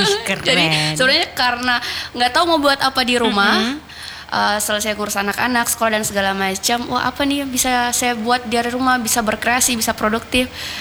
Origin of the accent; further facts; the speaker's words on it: Sulawesi, Indonesia; sebenarnya saya orang Sulawesi asli. Sebenarnya orang Sulawesi Bapak Bugis, Mama Makassar.